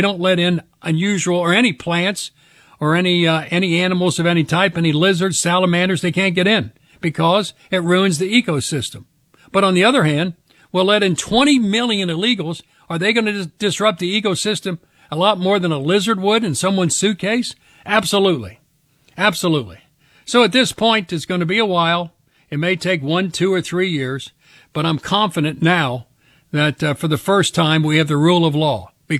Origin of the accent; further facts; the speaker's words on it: Ohio, United States; The number in Ohio, I'll give you an example, in Medicaid, my home state